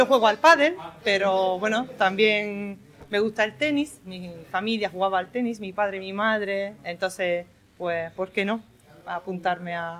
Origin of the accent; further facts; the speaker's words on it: Pescara, Abruzzo, Italy; Spanish is a second language; now in Motril, Spain; Yo soy italiana, de Pescara.